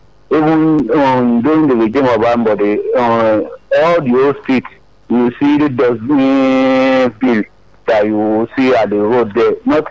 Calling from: Lagos, Nigeria; I'm calling from Aboru, from Yanokaja to Ayobodi.

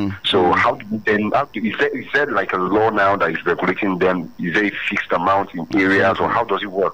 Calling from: Lagos, Nigeria; I'm calling from Ogba.

